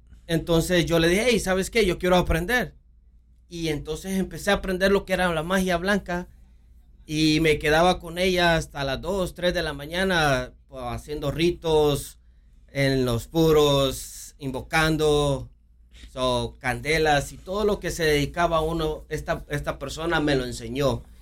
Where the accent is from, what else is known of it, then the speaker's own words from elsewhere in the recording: Honduras; Pastor, primeramente … soy originario de Honduras.